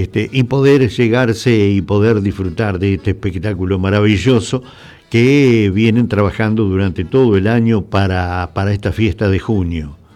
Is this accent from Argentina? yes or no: yes; Argentina; nos identifiquemos como argentinos